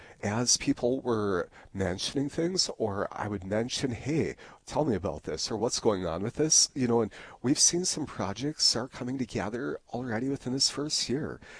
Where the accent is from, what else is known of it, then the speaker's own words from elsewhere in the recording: Harvey, North Dakota, United States; I grew up in Harvey, North Dakota. My mother and stepfather live north of Animus.